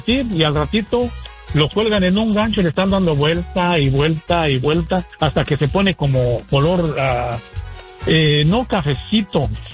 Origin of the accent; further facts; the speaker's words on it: Guanajuato, Mexico; Yo soy de Guanajuato, pegado con Jalisco.